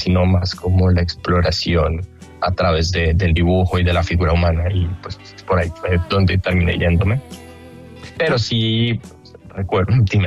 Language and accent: Spanish; Colombia; moved away as an adult; now in United States; una cosa que yo entendí cuando yo me fui de Colombia, me vine aquí a Estados Unidos, entendí el tamaño del mercado del arte